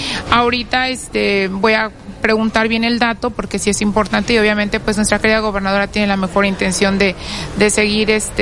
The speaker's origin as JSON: {"language": "Spanish", "region": "Veracruz", "country": "Mexico", "said": "Cada vez somos más los veracruzanos"}